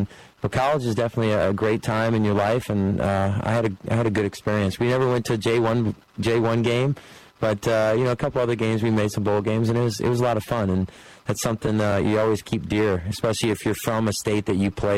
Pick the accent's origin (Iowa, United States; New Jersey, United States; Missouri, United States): Iowa, United States; Iowa City; I grew up in Iowa City. I grew up 2 miles from being a Hawkeye